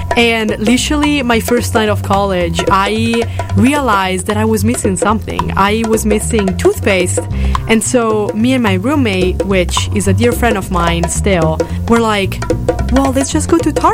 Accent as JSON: {"language": "English", "region": "Lombardy", "country": "Italy", "tie": "born or raised there", "moved": "as an adult", "lives_now": "Wayne, United States", "said": "I am from a suburban area in northern Italy. I kind of grew up in a small town, but again, that small town is kind of close to like a bigger city, which is, again, Milan. I always say I'm from Milan because if I told people where I'm actually from, they would be like, no, I don't know where that is"}